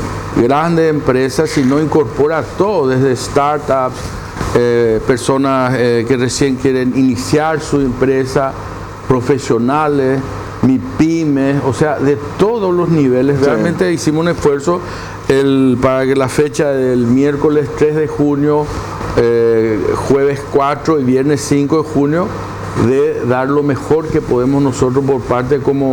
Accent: Paraguay; tenemos que felicitarnos los paraguayos todos

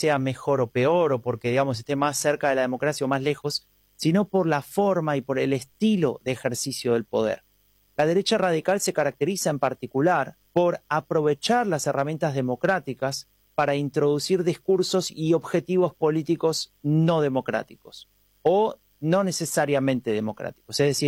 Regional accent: Argentina

